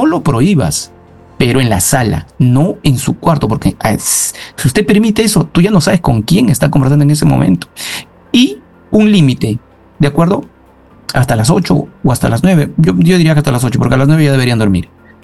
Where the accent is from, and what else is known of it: Peru